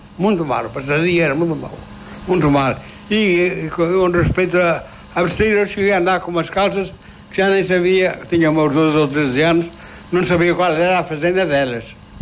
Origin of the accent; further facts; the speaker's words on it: Figueiredo, Portugal; born there; quando nasci em Figueiredo